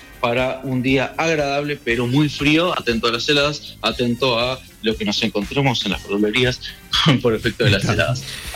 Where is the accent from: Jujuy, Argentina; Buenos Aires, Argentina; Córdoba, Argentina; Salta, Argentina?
Buenos Aires, Argentina; moved away; yo soy bonaerense, pero nunca pronostiqué para Buenos Aires de forma profesional